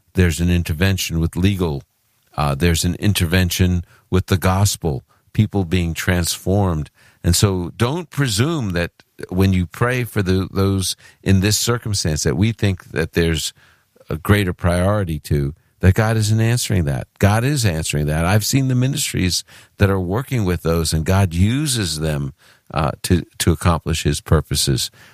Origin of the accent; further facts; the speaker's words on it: Brooklyn, New York, United States; And that's what I call the Holy Land because I'm from Brooklyn.